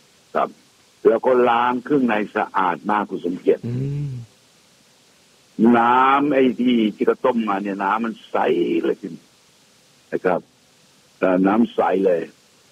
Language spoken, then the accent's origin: Thai; Phetchaburi, Thailand; ในฐานะที่ผมเป็นคนเพชรบุรีเนี่ย